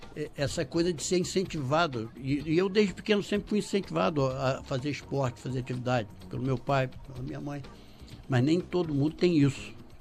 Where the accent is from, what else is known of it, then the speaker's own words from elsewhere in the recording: Minas Gerais, Brazil; eu sou mineiro também.